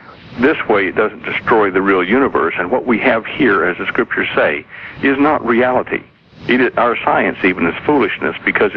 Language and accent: English; United States; moved away; I might be 15,000 kilometers away, but I'm still an American.